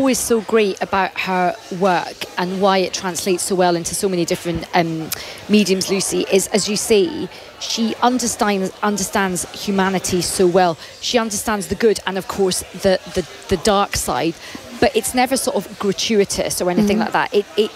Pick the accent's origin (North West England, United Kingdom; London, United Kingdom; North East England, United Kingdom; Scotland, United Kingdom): Scotland, United Kingdom; Glasgow; accent: Taggart; I'm Glaswegian in my Taggart accent.